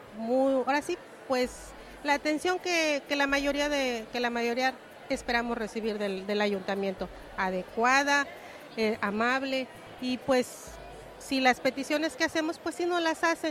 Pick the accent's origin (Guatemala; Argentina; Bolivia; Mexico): Mexico; Poza Rica, Veracruz; born there; Yo soy una costarricense nacida aquí y eso es lo que todos anhelamos, que Poza Rica se vea bonita.